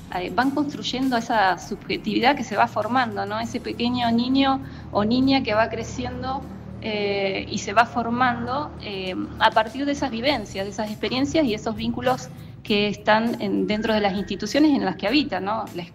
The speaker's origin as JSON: {"language": "Spanish", "region": "Río Negro", "country": "Argentina", "tie": "born there", "also_born_or_lived": "General Roca / Choele Choel", "said": "cuando vinimos a la región de Valle Medio, digamos, en realidad nosotros con mi familia vivíamos en Chuele"}